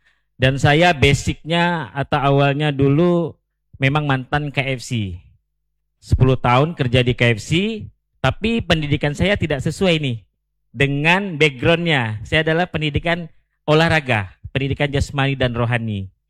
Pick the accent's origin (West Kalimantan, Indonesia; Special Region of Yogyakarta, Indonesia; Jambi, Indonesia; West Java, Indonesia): West Kalimantan, Indonesia; Pontianak; Kita memang orang asli Kota Pontianak. Jadi Ayam Crispy Bungsu itu memang lokal orang Pontianak, bukan orang luar Pontianak.